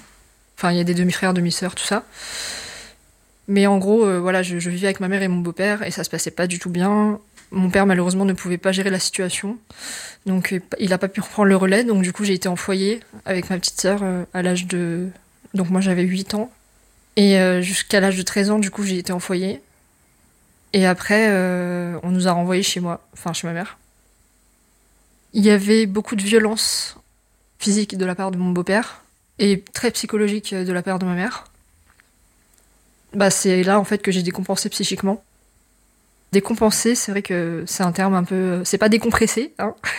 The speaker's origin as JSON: {"language": "French", "region": "Auvergne-Rhône-Alpes", "country": "France", "tie": "born or raised there", "said": "J'ai grandi en Haute-Savoie, disons que mon parcours n'a pas été hyper facile."}